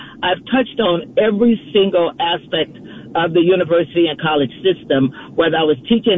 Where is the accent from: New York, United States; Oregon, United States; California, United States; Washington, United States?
California, United States; Oakland; I grew up in Oakland, just to tell you that, and went to Castlemont High School.